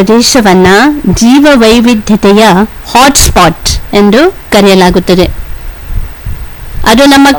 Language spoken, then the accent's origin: Kannada; Karnataka, India; ನಾವು ಕರ್ನಾಟಕದವರು